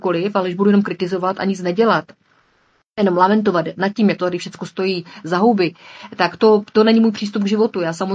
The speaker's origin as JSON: {"language": "Czech", "region": "Moravian-Silesian Region", "country": "Czechia", "said": "A já právě proto kandiduji, protože já miluji můj region, miluji Beskydy. Jsem … jak zpívá v písničce"}